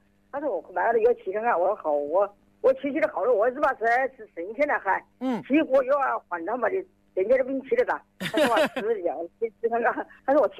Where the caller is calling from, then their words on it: Tianmen, Hubei, China; 我们是天门这里的噻，这是多祥这里